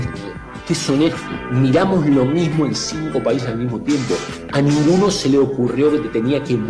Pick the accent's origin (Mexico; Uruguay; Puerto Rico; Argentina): Argentina; yo soy argentino italiano